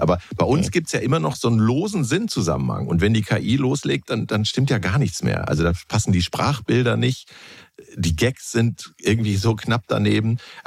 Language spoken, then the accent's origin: German; North Rhine-Westphalia, Germany; ich komme ja aus Ostwestfalen, aber wir haben uns ja beide in Niedersachsen dann getroffen.